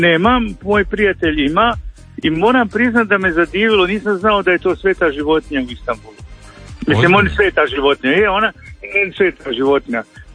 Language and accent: Croatian; Kostajnica, Sisak-Moslavina County, Croatia; Ma ja se sjećam, ja sam iz Kostanice, znam kak je bilo u Petrinji, sve to.